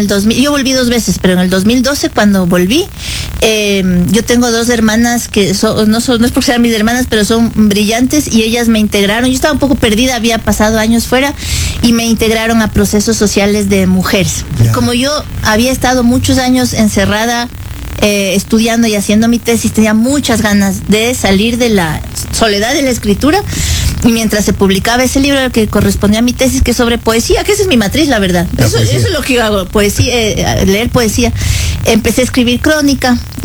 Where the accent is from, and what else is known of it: Quito, Pichincha, Ecuador; born there